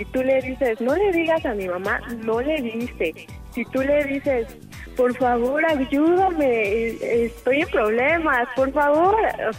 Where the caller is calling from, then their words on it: Zumpango, State of Mexico, Mexico; yo vivo en Zumpango